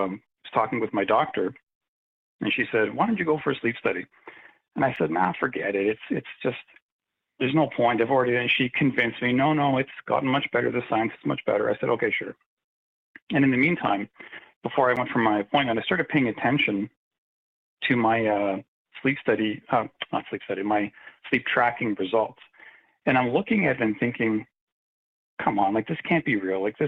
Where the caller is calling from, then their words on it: Ontario, Canada; I'm calling from Ontario, Canada.